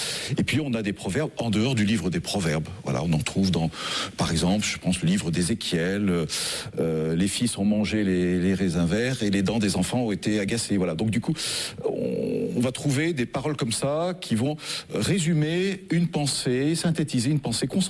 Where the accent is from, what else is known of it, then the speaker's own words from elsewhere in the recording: Lyon, Auvergne-Rhône-Alpes, France; Je viens de Lyon, vous l'avez dit, il y a la plaisante sagesse lyonnaise